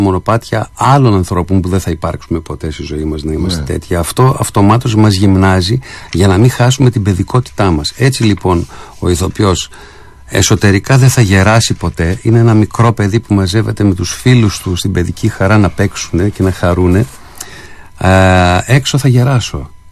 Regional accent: Greece; Είναι αυτή η ταυτότητα που έχουμε χάσει σαν Έλληνες

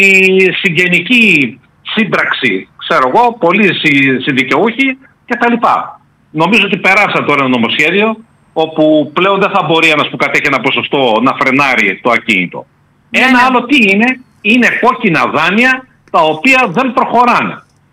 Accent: Greece; μας αρέσει ως Έλληνες

